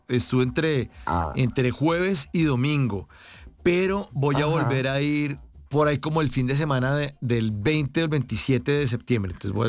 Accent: Bogotá, Colombia; now in Medellín, Colombia; Yo soy bogotano, estoy viviendo en Medellín.

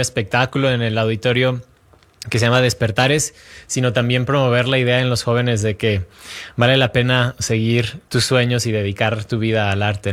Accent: Mexico; Sí, es algo bien especial porque como mexicano desde niño, cuando empecé a viajar, empecé a hacer competencias

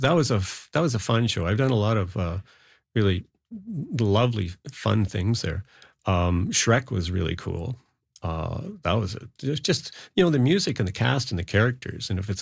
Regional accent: Ontario, Canada; moved away as an adult; I was a little older because I came from Ontario, and I went to grade 13, and then I worked for a year. I was 21.

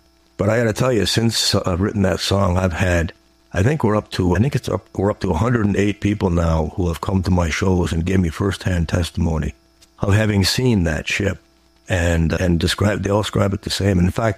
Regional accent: Rustico, Prince Edward Island, Canada; It was in my hometown of Rustica, where I'm talking to you from today

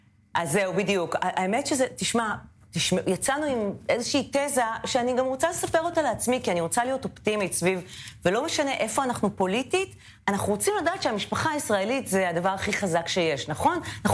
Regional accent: Kiryat Ono, Tel Aviv District, Israel; כשהייתי קטנה, גדלתי בקריית אונו, והייתי חוזרת הביתה ברחוב עם בתים פרטיים.

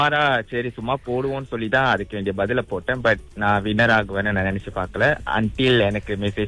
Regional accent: Johor, Malaysia; moved away as an adult; now in Kuala Lumpur, Malaysia; நான் பிறந்து வளர்ந்தது எல்லாமே சுகாமா ஜோஹோ. இப்ப ஒரு கடந்த ஒரு 18 வருஷமா நான் கேரள இருக்கேன்.

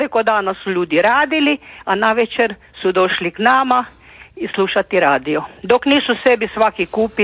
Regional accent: Zagreb County, Croatia; now in Velika Gorica, Croatia; Ja sam inače iz Vukomeričkih Gorica, tamo nismo imali struje do tada, pa nismo imali ni radija.

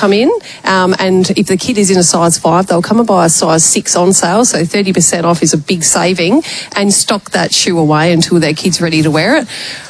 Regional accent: Port Lincoln, South Australia, Australia; moved away; it's a means to get me home to my hometown of Port Lincoln

